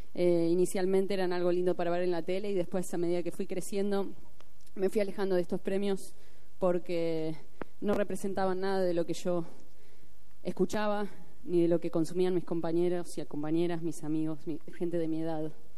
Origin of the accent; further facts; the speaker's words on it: Santa Fe, Argentina; Yo soy de Santa Fe.